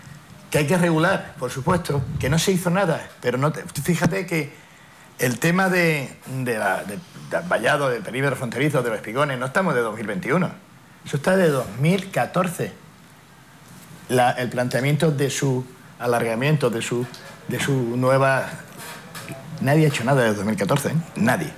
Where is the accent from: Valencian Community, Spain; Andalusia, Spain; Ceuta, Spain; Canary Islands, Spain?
Ceuta, Spain; los perjudicados seguimos siendo la gente de Ceuta.